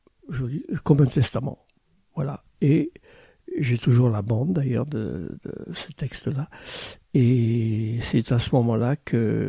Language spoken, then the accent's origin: French; Toulouse, Occitanie, France; lui-même étant originaire de Toulouse, comme moi. Donc, quand j'étais jeune étudiant à Toulouse